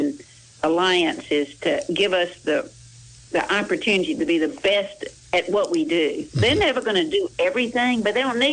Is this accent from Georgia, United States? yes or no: yes; Sandersville, Georgia, United States